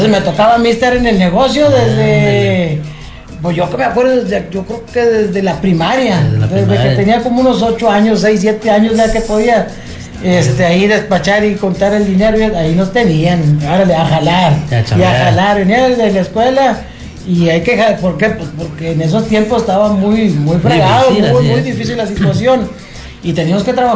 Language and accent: Spanish; Morelos, Coahuila, Mexico; yo soy de ahí, de Morelos, 100% de Morelos Coahuila, ahí … muy conocido ahí